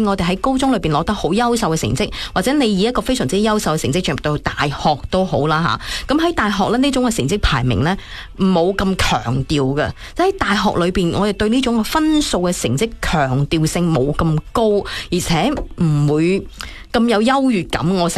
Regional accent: Guangdong, China; 我们广东人最喜欢找东西吃的

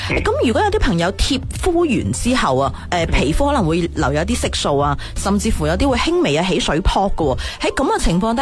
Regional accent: Guangdong, China

